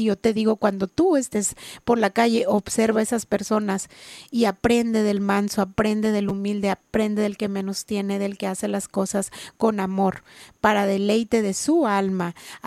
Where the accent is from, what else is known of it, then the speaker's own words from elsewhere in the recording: Mexicali, Baja California, Mexico; born there; Yo nací aquí en Mexicali y he vivido experiencias muy hermosas en esta ciudad.